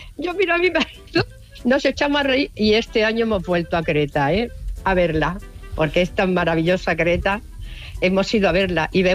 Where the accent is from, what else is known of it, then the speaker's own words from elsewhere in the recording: Melilla, Spain; now in Cornellà, Spain; Hola, mira, soy de Melilla, pero bueno, vivo en Cornellá.